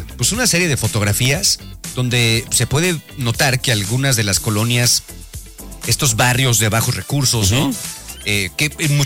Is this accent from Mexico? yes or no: yes; Mexico; nosotros estamos hablando de como mexicanos, ¿no?